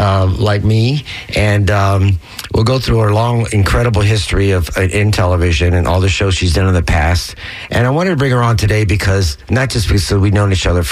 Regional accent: Tampa, Florida, United States; I mean, we grew up here in Tampa, just like even in Miami

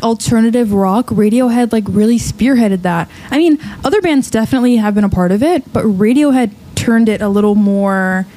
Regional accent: United States; especially as an American

